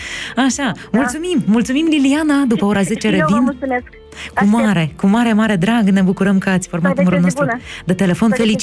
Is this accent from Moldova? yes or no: yes; Drochia, Drochia District, Moldova; Că și eu sunt de la Drochia.